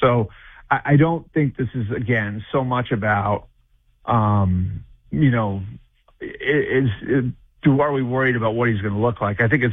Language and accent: English; Northeast, United States; I grew up in the Northeast, and this is sort of what happens when people in the Northeast start talking college football